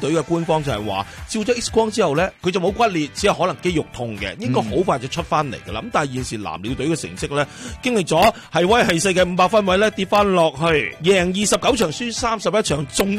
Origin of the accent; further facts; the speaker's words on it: Canada; 不过好彩我哋加拿大人咧。即系呢方面比较好啲嘅